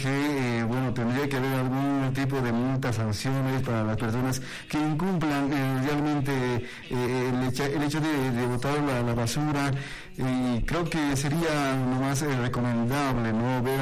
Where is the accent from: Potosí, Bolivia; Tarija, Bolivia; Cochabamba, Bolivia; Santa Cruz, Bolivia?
Potosí, Bolivia